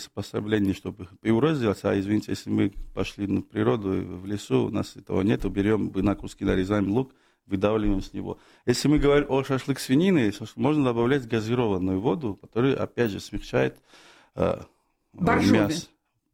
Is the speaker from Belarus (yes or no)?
no; Georgia; now in Moscow, Russia; я представитель прекрасной Грузии, я из Грузии, но давно в России, в Москве